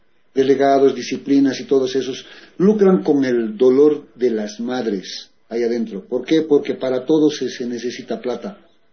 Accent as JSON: {"language": "Spanish", "area": "Cliza province", "region": "Cochabamba", "country": "Bolivia", "tie": "born or raised there", "also_born_or_lived": "United States", "moved": "yes", "said": "Yo soy boliviano, yo he nacido en Bolivia, pero me he ido a Estados Unidos. Soy de Cochabamba, pero he vivido hasta mis 10 años en una provincia de Clisa."}